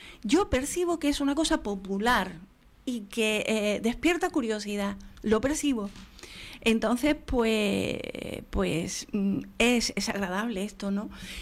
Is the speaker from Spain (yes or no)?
yes; Andalusia, Spain; Pero señores, que somos andaluces y al cuarto de hora estamos diciendo Saporito.